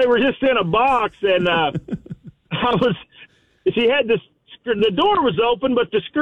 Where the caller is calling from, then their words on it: Chattanooga, Tennessee, United States; Chattanooga.